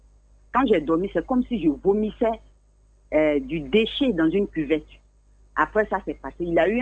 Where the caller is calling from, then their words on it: Abidjan, Côte d’Ivoire; J'appelle de Abidjan, Cocody, Rivera.